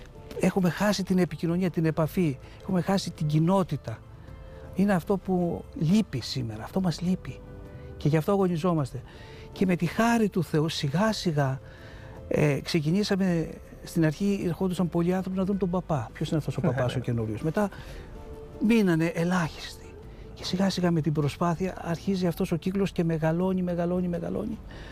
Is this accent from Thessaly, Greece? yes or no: yes; Volos, Thessaly, Greece; moved away as an adult; now in Portaria, Greece; Γεννήθηκα, μεγάλωσα στο Βόλο. Εκεί πήγα σχολείο, εκεί μετά έφυγα στις σχολές μου, σπούδασα, έφυγα και έλειπα τα περισσότερα χρόνια της ζωής μου.